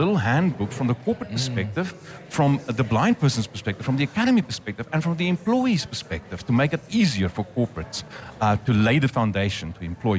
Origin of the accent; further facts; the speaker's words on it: Cape Town, Western Cape, South Africa; moved away; I grew up in Cape Town.